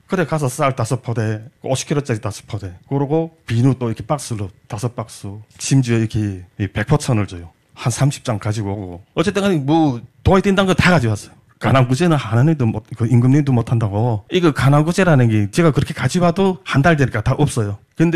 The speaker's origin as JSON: {"language": "Korean", "country": "North Korea", "tie": "born or raised there", "moved": "as an adult", "lives_now": "South Korea", "said": "그런 생지옥을 저는 직접 목격하면서 야 이거 북한에서 태어난 거 왜 이렇게 후회되고 내가 이 자리에서 이 태어나서 앞으로 살아가는 과정이가 너무나도 아름다운 거예요. 그래도 그런가 보다고 살았어요. 살다가 한국을 오게 된 계기가"}